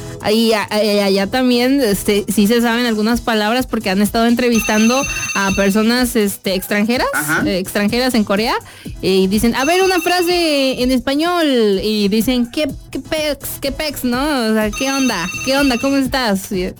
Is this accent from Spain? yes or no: no; Mexico; Tengo 10 años en el fandom de siendo ARMY, pero 25 años siendo mexicana.